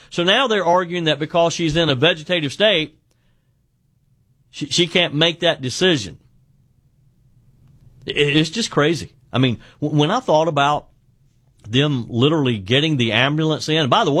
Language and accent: English; South Carolina, United States; Tracy says the cost to house an inmate in my home state of South Carolina is about $62 a day, or just over $22,000 a year.